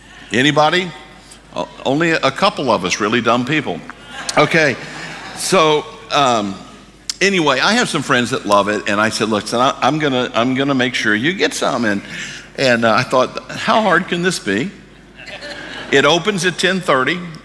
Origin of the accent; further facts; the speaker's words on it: St. Louis, Missouri, United States; I grew up in St. Louis.